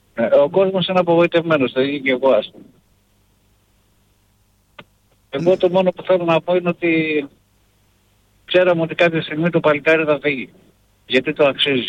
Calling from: Thessaloniki, Central Macedonia, Greece; από Θεσσαλονίκη.

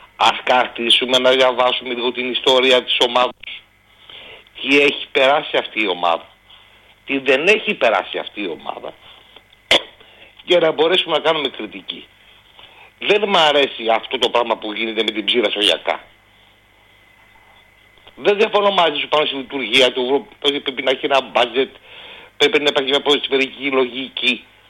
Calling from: Athens, Attica, Greece; από Αθήνα.

